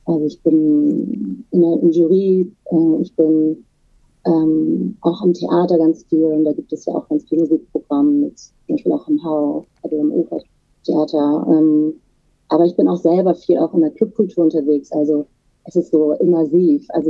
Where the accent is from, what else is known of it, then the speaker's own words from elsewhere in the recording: Turkey; ich bin ja selber Türkin und queer